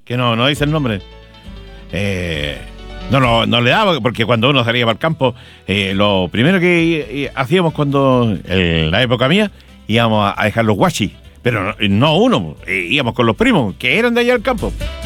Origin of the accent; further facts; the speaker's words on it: Chile; si usted sabe cómo somos los chilenos.